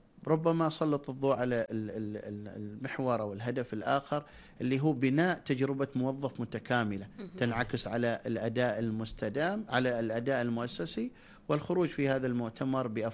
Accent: Oman; موجود عندنا في سلطنة عمان

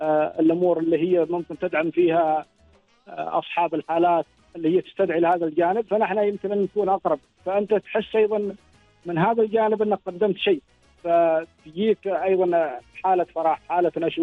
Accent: Oman; وخاصة عندنا في سلطنة عمان

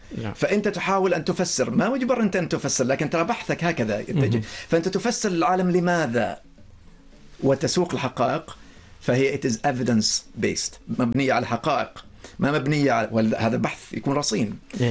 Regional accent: Oman; إحنا كعمانيين في هويتنا كأشخاص متسامحين، متقبلين الآخر، متقبلين للآراء.

